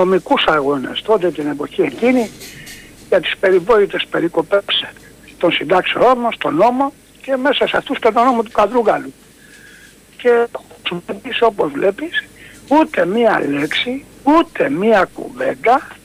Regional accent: Corfu, Ionian Islands, Greece; εγώ που είμαι από την Κέρκυρα

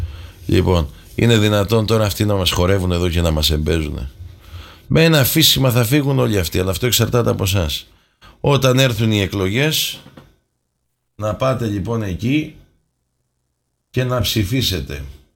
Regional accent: Greece; εμείς να έχουμε πρώτα απ' όλα όρεξη σαν Έλληνες να πάρουμε την πατρίδα μας πίσω.

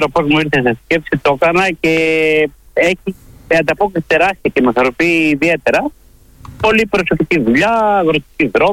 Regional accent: Greece

